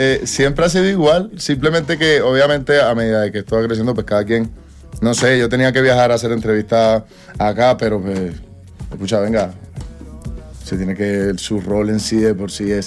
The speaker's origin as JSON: {"language": "Spanish", "country": "Colombia", "said": "yo soy colombiano, yo soy de aquí."}